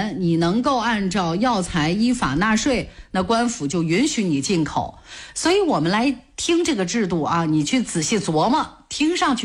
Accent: China

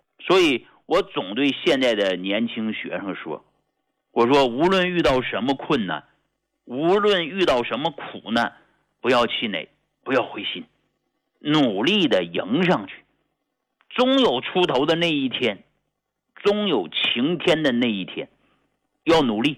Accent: Hegang, Heilongjiang, China; 我呢仍然是黑龙江鹤岗的户口。就到今天，我也没有忘记我是从哪里来的，啊，到今天我也没有忘记我是一个农民的儿子。

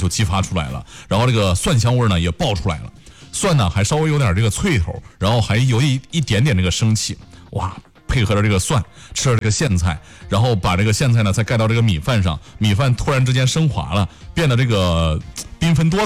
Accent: Henan, China; 我们老家是卫氏嘛

